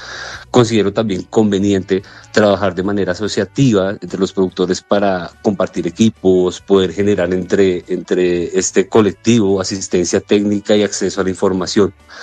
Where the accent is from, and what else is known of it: Colombia; moved away as an adult; now in Guanajuato, Mexico